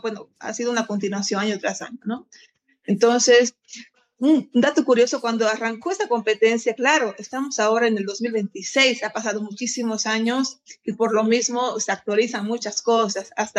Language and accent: Spanish; Bolivia; La última semana, como bolivianos que somos, siempre la última semana, última hora, sí, pues se inscriben, ¿no?